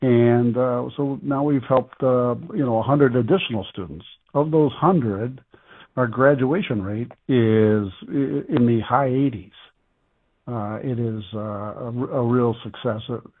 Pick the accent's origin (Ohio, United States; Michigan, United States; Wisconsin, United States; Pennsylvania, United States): Michigan, United States; Mackinaw City; Yeah, when I grew up in Mackinac City, my parents were ministers. We had no money, and some folks gave me a scholarship to go to Alma College.